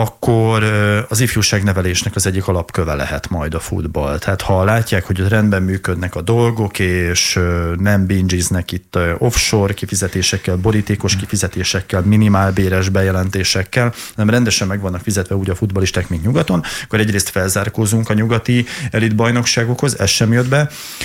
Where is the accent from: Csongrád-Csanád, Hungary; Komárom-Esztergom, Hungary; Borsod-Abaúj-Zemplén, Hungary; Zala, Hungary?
Komárom-Esztergom, Hungary; Tata; also born or lived in Budapest; Én egyébként tatai vagyok, és imádom a várost. Nekem ott jó. De Budapest is olyan, hogy én laktam a 16. kerületben, Mátyásföldön, hát az olyan, mintha vidéken élnél.